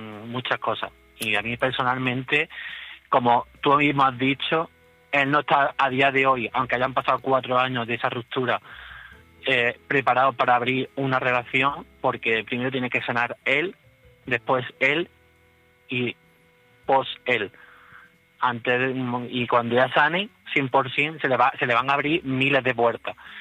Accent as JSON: {"language": "Spanish", "town": "Cabra", "region": "Andalusia", "country": "Spain", "said": "Desde Cabra, Córdoba."}